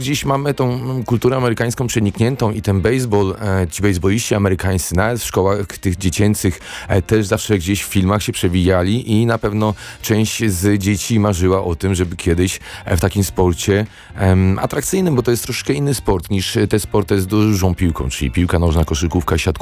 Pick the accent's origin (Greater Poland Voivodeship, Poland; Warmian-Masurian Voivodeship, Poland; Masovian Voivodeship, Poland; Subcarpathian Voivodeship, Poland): Warmian-Masurian Voivodeship, Poland; Działdowo; Ja pochodzę z Ziałdowa, z Mazur